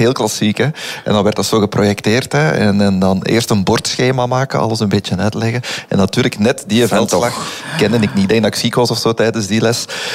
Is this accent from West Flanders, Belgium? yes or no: no; Flemish Brabant, Belgium; Nu, ik ben van Vlaams-Brabant, zou nog wel.